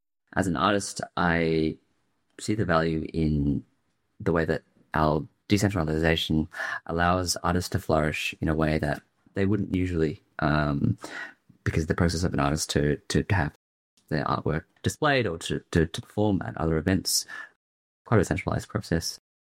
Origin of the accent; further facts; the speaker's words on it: Australia; growing up in Australia as an ethnic minority